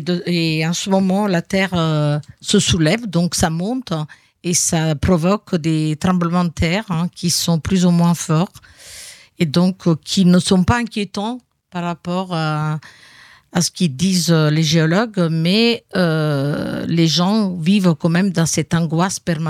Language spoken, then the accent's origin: French; Pozzuoli, Campania, Italy; moved away; je suis de Pozzuoli, juste à côté du Vésuve.